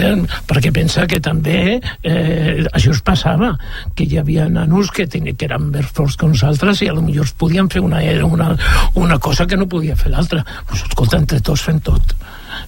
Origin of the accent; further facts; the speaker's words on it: Barcelona, Catalonia, Spain; jo soc de Barcelona, jo sí, granges tampoc sabia en el seu moment